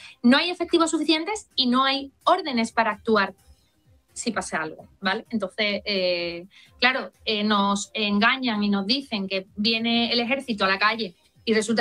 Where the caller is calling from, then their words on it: Ceuta, Spain; Yo en todos los años que llevo viviendo en Ceuta yo no he vivido nada igual